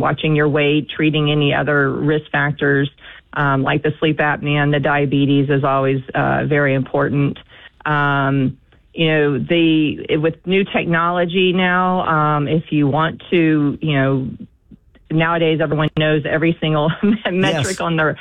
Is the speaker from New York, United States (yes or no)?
no; Chattanooga, Tennessee, United States; I'm very glad to be back in my hometown community, and it's been wonderful being back in Chattanooga.